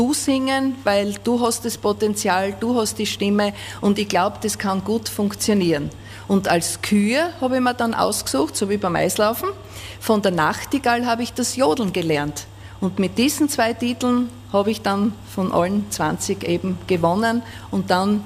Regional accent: Styria, Austria; Und das war auch bei uns in der Steiermark, in Deutschlandsberg, in der Choralmhalle damals.

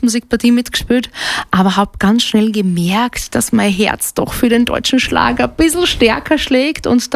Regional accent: Styria, Austria; Ja, bei uns in der Steiermark ist so einiges üblich.

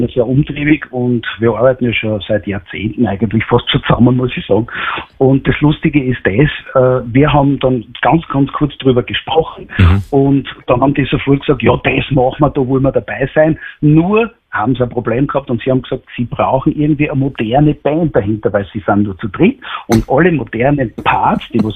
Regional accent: Styria, Austria

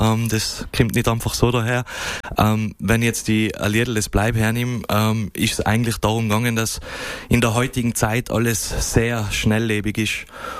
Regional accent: Tyrol, Austria; accent: Tyrolean dialect; mit unserem Tiroler Dialekt, wie wir singen, und wir wollten mit dem Lied eigentlich auch unseren Leuten und Fans und dem Publikum zeigen, von wo wir sind

